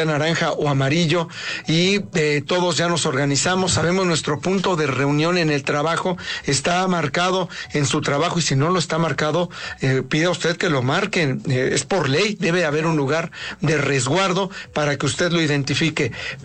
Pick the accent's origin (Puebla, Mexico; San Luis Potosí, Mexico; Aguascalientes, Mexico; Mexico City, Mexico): Puebla, Mexico; Entonces, como poblanos, y fíjate qué oportunidad para las familias